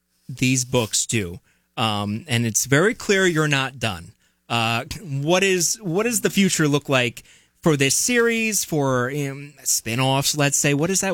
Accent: Long Island, New York, United States; I mean, as I told you in the break, I mean, I'm from Long Island, a small place, but...

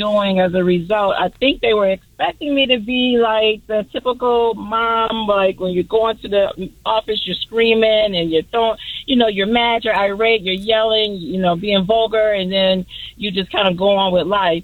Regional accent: Cherry Hill, New Jersey, United States; moved away as an adult; also born or lived in Detroit, Michigan; now in Westchester, United States; I was born in Detroit. I was raised in Jersey.

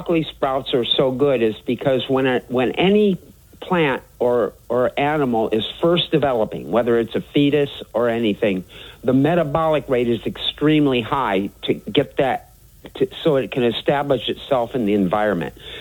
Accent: Hawaii, United States; That's where I grew up. That's really cool.

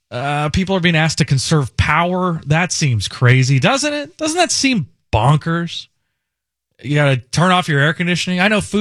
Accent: Indiana, United States; I grew up in Indiana, so I had a lot of inferiority complexes related to feeling like

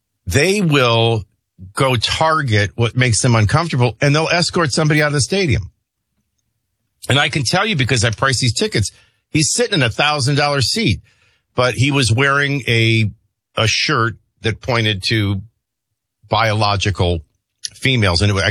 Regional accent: New Orleans, Louisiana, United States; Well, I grew up in New Orleans, so we're used to that.

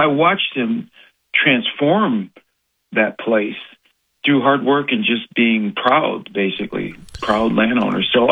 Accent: Cleveland, Ohio, United States; born there; also born or lived in Chardon, Ohio; Growing up in Cleveland, it was the city, all that. But after sixth grade, my parents bought this farm in Chardon

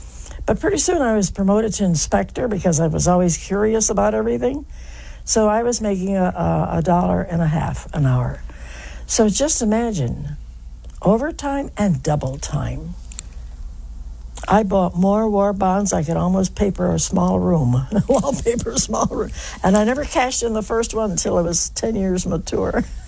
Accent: West Virginia, United States; born there; And I said, well, I was born in West Virginia

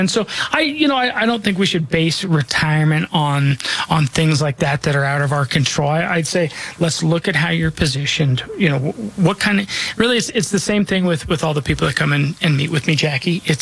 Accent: Denver, Colorado, United States; I was born and raised here in Denver. I'm not just licensed here. This is where I call home. This is where I'm raising my family.

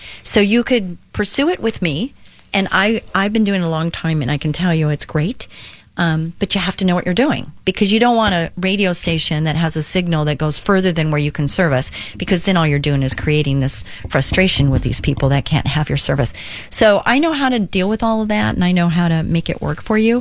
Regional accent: Westminster, California, United States; moved away; I grew up in Westminster and Orange County girl, and now I'm a Lake girl

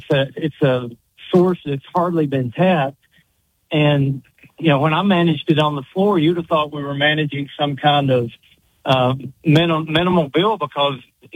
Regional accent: the South, United States; accent: southern; also born or lived in Arkansas; You may need an interpreter for my southern accent

